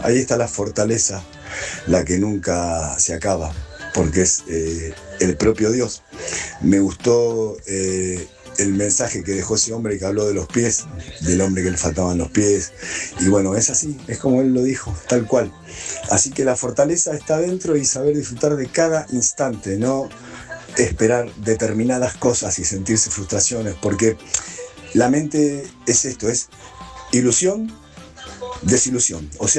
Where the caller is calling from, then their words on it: Lomas del Mirador, Buenos Aires Province, Argentina; de Lomas de Mirador.